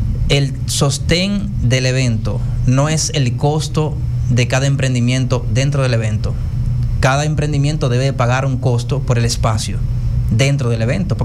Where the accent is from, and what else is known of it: Dominican Republic